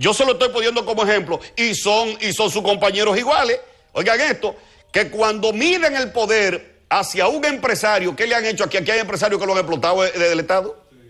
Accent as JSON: {"language": "Spanish", "country": "Dominican Republic", "said": "como medio de comunicación y como ciudadano dominicano"}